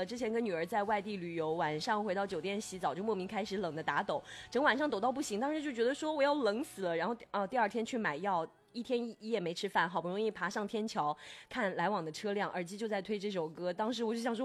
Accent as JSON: {"language": "Chinese", "region": "Inner Mongolia", "country": "China", "moved": "as an adult", "said": "啊，你是内蒙人，你一个人，你家在江西南昌有亲戚吗？然后我说没有，我大学来这上课。"}